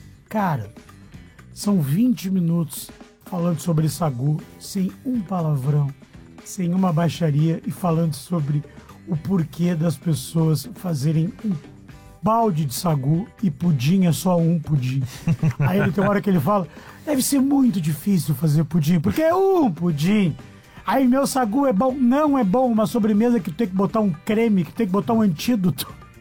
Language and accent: Portuguese; Rio Grande, Rio Grande do Sul, Brazil; Porque eu sou de Rio Grande, muito pequena cidade.